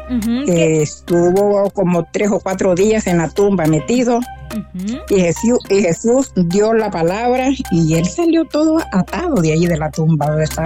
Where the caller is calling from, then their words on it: San Pedro Sula, Cortés, Honduras; De San Pedro Sula.